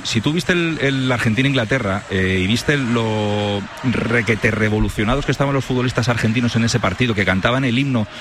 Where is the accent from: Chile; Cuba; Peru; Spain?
Spain; Yo soy español, que viva España, ¿no?